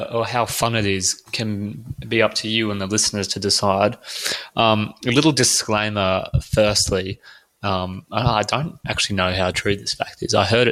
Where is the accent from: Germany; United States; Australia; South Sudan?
Australia; Brisbane, Queensland; I'm from Brisbane.